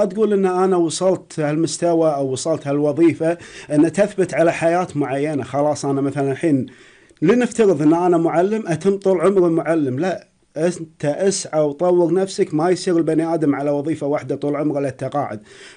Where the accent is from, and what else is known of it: Kuwait